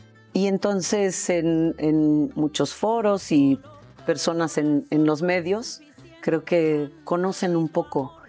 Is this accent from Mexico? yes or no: yes; Mexico; En mi pueblo la gente decía, hombre, la madre patria. Y yo decía, ¿cuál madre patria? Si esta es la madre patria aquí en México, ¿no?